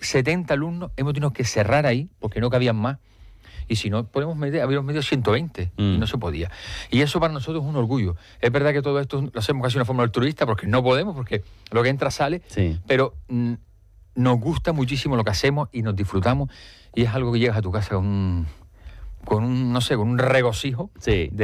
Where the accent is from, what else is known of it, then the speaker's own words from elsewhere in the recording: Arucas, Canary Islands, Spain; yo soy Aruca, no, de Bañadero. Nos hemos metido de lleno desde 2008 aquí, los primeros 5 años en Teror, luego en Maspalomas.